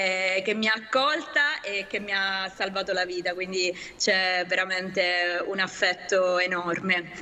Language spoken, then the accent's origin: Italian; Sicily, Italy; now in Milan, Italy; io sono siciliana, abito a Milano.